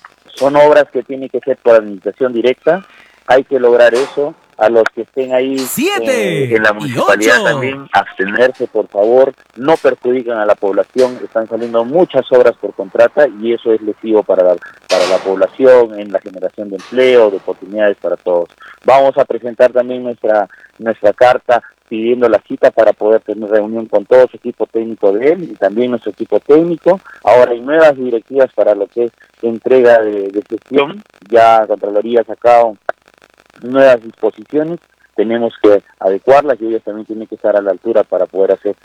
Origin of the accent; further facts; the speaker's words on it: Ilave, Puno, Peru; a mi tierra, a mi casa, el distrito Ilavalle